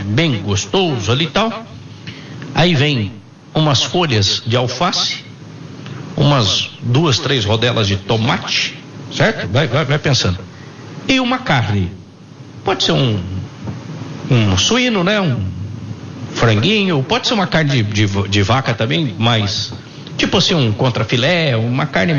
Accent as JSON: {"language": "Portuguese", "town": "São Sebastião do Paraíso", "region": "Minas Gerais", "country": "Brazil", "tie": "born there", "said": "eu nasci em São Sebastião do Paraíso, e lá tem a fábrica da manteiga Aviação."}